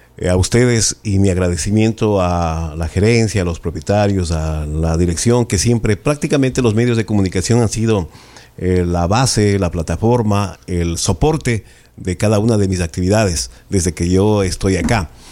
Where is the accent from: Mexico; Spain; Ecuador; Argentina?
Ecuador; Quito, Pichincha; now in Manta, Ecuador; yo soy orgullosamente de Quito, pero felizmente casado con familia manabita, ajá, familia mantense.